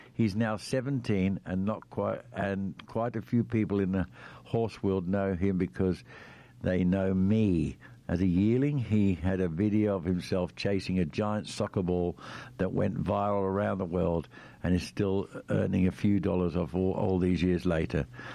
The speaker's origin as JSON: {"language": "English", "region": "Western Australia", "country": "Australia", "tie": "born or raised there", "also_born_or_lived": "Darwin", "said": "owner of Pimp My Pony. I was born in Darwin, but have lived in Western Australia for most of my life."}